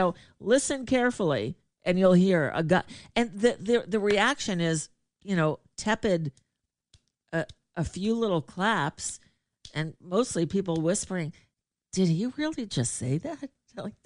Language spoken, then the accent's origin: English; Florida, United States; I grew up in South Florida. Everything came through South Florida.